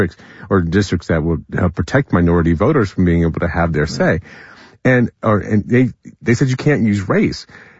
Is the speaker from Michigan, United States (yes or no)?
yes; Detroit, Michigan, United States; When I was growing up in Detroit, we had a saying, don't start none, won't be none.